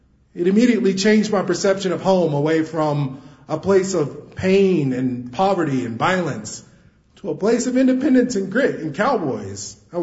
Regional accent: Kansas City, Kansas, United States; I said, I'm from Kansas City, Kansas. Where about? He said, oh, I live just off of 58th in Georgia. I grew up off of 57th in Georgia.

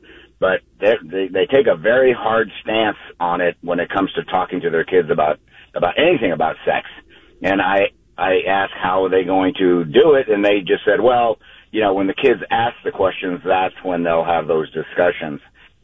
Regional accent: Albuquerque, New Mexico, United States; now in Santa Clara, United States; I grew up in New Mexico, in Albuquerque

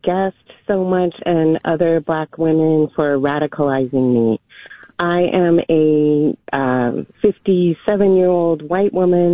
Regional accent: Colorado, United States; now in San Francisco, United States; conservative parents in the small town I grew up in Colorado tried to ban Judy Blume books from our school library.

